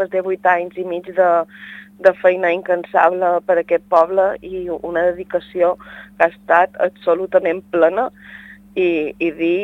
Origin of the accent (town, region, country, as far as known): Sencelles, Balearic Islands, Spain